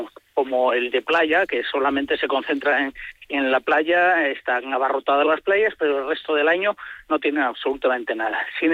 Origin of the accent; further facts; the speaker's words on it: Valladolid, Castile and León, Spain; Yo siempre digo que somos los vallisoletanos los primeros que nos tenemos que creer las bondades de nuestra ciudad